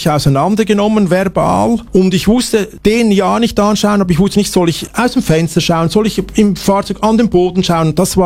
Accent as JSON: {"language": "German", "country": "Switzerland", "said": "dass die gesehen haben, ich bin Schweizer."}